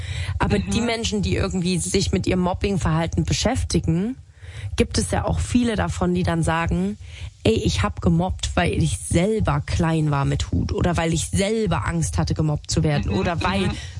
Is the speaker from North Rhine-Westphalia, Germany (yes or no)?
no; Saxony, Germany; accent: Saxon; ich komme aus Sachsen, Und ich kann richtig gut sechseln. Also das ist wirklich, also ich bin so richtig krass so auch aufgewachsen.